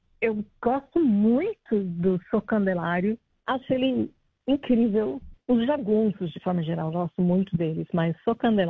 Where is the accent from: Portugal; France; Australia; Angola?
Australia; Portuguese is a second language; moved away as an adult; also born or lived in Brazil; now in Perth, Australia; Fui embora e voltei depois de 25 anos. Então, eu me sinto uma imigrante em um país começando do zero.